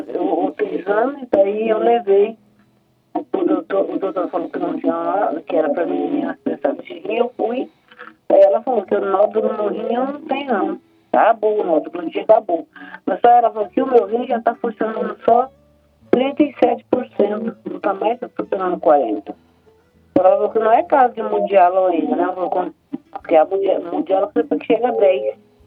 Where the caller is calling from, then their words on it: Dourados, Mato Grosso do Sul, Brazil; Eu sou de Dourado, irmão.